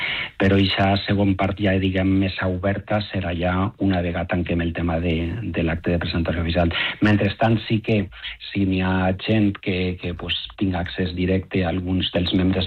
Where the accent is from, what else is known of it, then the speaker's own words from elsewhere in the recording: Museros, Valencian Community, Spain; era un dia de Sant Roc, patró del meu poble de Museros